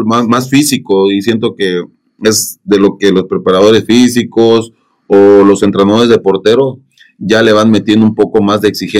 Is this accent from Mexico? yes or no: yes; Mexico; y como mexicano nos... Siempre vamos a apoyar, ¿no? Que le vaya bien a nuestra selección.